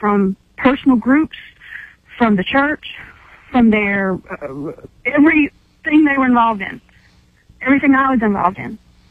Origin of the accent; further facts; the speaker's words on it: Charleston, United States; I was raised in Charleston, moved back here to this area